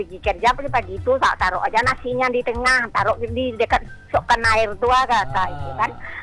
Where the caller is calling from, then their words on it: Pekanbaru, Riau, Indonesia; di Rumbai